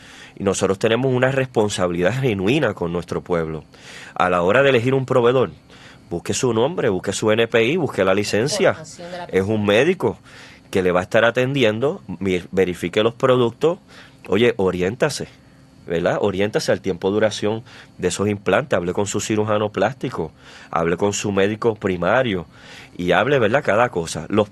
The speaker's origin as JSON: {"language": "Spanish", "country": "Puerto Rico"}